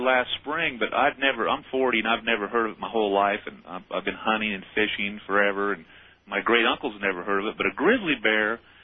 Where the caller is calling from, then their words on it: Helena, Montana, United States; I'm in Helena, Montana.